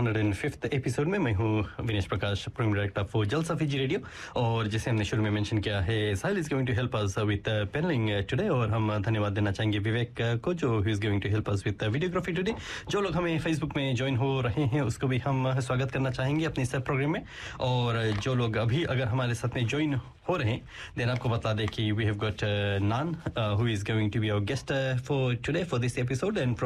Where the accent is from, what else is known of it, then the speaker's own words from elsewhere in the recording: Fiji; now in New Zealand; like we are from Fiji, and when we came over here, and then we realized actually soccer is a winter sport